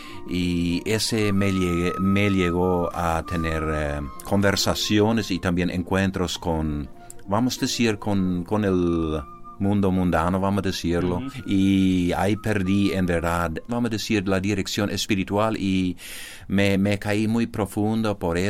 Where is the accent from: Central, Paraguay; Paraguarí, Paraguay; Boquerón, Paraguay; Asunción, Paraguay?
Boquerón, Paraguay; Loma Plata; Soy del Paraguay, del Chaco, Loma Plata, tengo 52 años